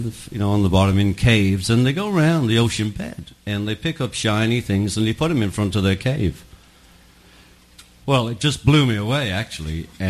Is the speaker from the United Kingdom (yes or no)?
yes; Liverpool, North West England, United Kingdom; We're from Liverpool